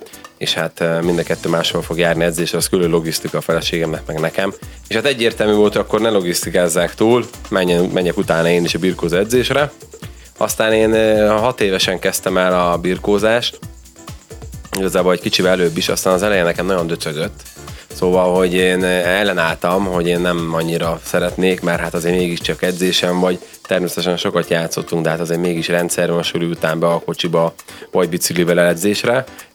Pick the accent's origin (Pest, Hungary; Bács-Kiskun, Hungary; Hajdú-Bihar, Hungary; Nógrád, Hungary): Pest, Hungary; Ceglédbercel; mi azért lokálpatrióták vagyunk, Cegléd-Bercelről származunk, és hát én láttam azt, hogy honnan, hová lehet eljutni, hogy egy vidéki srác is igenis fel tudja magát küzdeni Európa tetejére